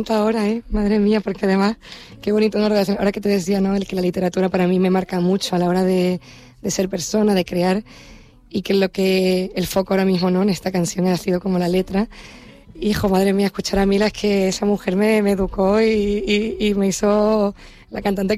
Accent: Canary Islands, Spain; Mi raíz, evidentemente, mi lugar para volver.

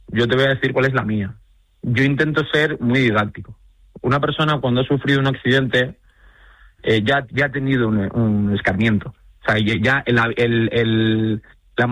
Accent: Canary Islands, Spain; Siendo canario, de hecho, debería estar dentro de los mandamientos, ¿no?

